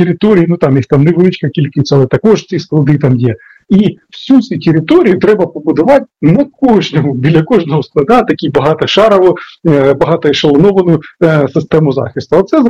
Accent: Sumy Oblast, Ukraine; моя рідна Сумщина

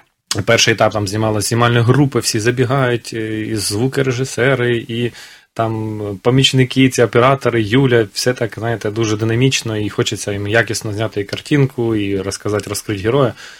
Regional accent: Luhansk Oblast, Ukraine; first language Russian; Ukrainian is a second language; я з Луганської області, народився в Луганській області, виріс, російською мовою все життя говорив, зараз говорю українською

